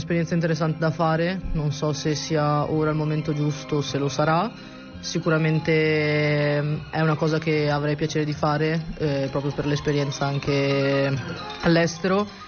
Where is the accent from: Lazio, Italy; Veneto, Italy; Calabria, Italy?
Veneto, Italy; Cittadella; nel paese in cui vivo perché vengo da Cittadella.